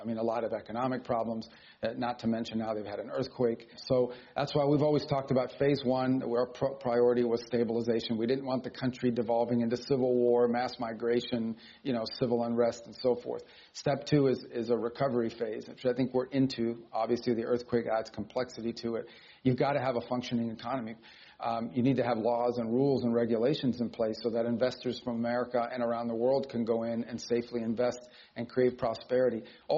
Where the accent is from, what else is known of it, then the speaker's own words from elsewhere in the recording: Miami, Florida, United States; the fact that I'm Cuban-American, the fact that I grew up in Miami.